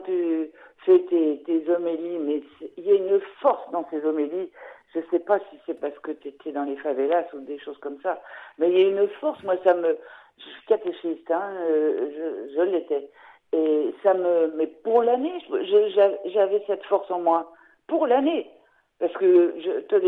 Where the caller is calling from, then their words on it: Nouvelle-Aquitaine, France; je suis au Pilat.